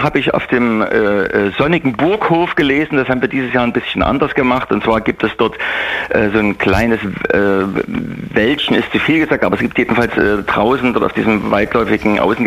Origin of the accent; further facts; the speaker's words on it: Leipzig, Saxony, Germany; Ich bin in Leipzig geboren, ich bin richtig ein Kind des Leipziger Südens.